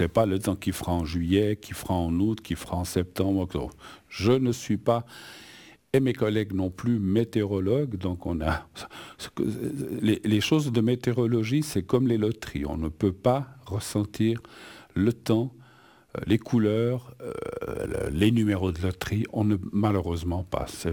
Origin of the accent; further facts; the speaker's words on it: Spain; now in Switzerland; de l'Espagne, de mon pays d'origine, l'Espagne